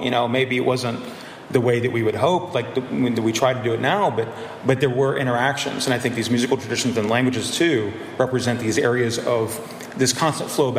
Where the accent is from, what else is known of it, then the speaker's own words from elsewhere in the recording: New Orleans, Louisiana, United States; when I was growing up in New Orleans